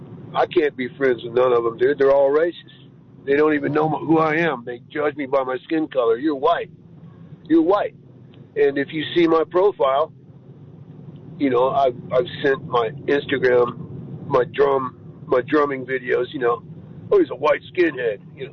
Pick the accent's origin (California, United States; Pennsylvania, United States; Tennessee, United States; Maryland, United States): Maryland, United States; The thing is, I grew up in Prince George's County up near D.C., real bad neighborhood.